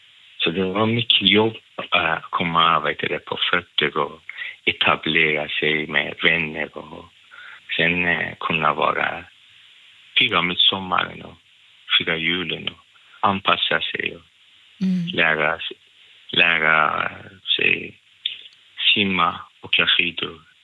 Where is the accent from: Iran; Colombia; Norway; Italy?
Iran; now in Sweden; Jag kom från Iran.